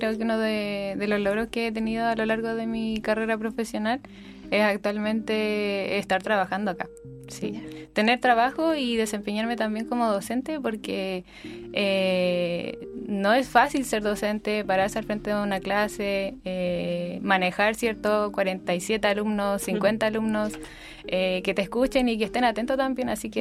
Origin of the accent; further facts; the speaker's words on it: Chillán, Ñuble, Chile; born there; Yo nací en Chillán.